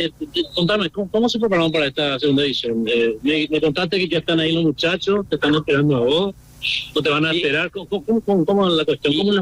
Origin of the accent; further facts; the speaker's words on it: Bellavista, Itapúa, Paraguay; now in Encarnación, Paraguay; Yo soy de Bellavista.